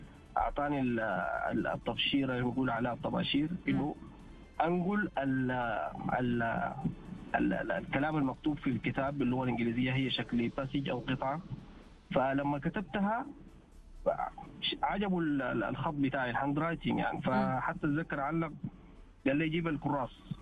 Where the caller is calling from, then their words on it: Sudan; عندنا مثلا في السودان